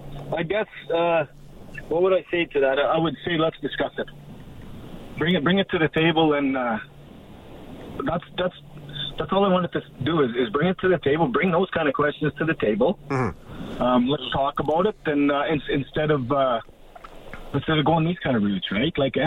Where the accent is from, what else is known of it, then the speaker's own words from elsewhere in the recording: St. Paul, Alberta, Canada; St. Paul is my hometown, Courtney. Mm-hmm. Growing up in St. Paul, my relatives, my uncles, my aunties, my grandparents